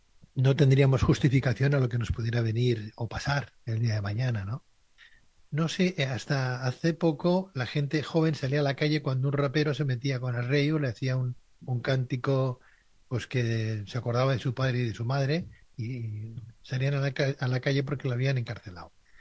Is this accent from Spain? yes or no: yes; Spain; yo me siento español